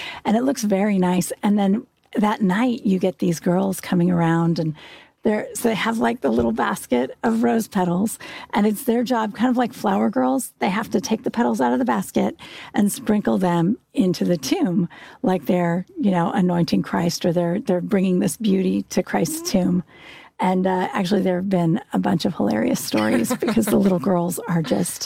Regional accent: United States; we're American people.

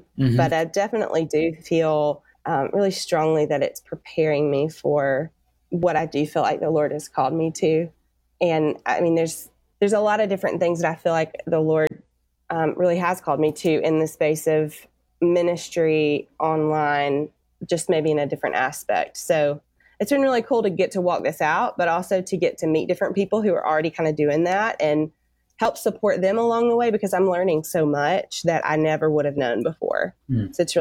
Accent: Tuscaloosa, Alabama, United States; now in Atlanta, United States; I grew up in Tuscaloosa, Alabama, and went to the University of Alabama.

